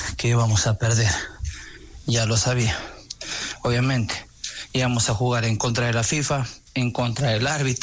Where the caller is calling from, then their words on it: Ecuador; Soy ecuatoriano